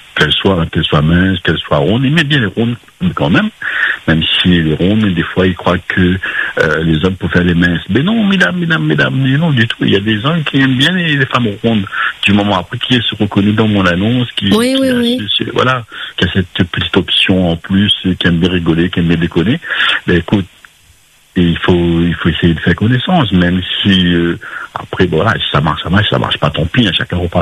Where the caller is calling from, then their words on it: Sainte-Marie, Réunion; moi, j'ai 55 ans, comme m'avait dit. Eh ben, moi, j'habite sur Sainte-Marie.